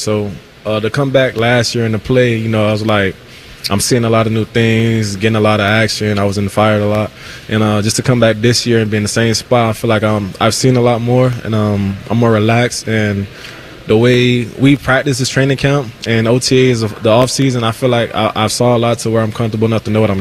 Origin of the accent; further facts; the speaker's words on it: Miami Gardens, Florida, United States; I'm from Florida. No, Miami Gardens.